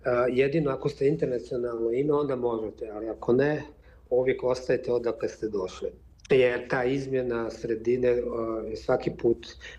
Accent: Bihać, Federation of Bosnia and Herzegovina, Bosnia & Herzegovina; ja sam ja rodom iz Bihaća, iz Bosne i Hercegovine

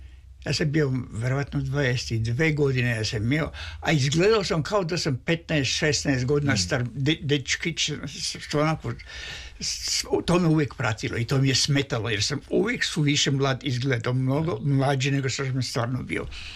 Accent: Russia; Pored toga, ja sam bio Rus.

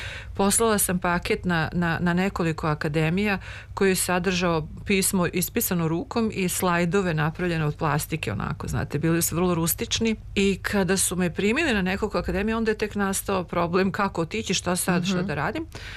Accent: Belgrade, Serbia; now in United States; Da, ja sam rođena Beograđanka, završila sam osmu Beogradsku gimnaziju koja se sada zove treća.

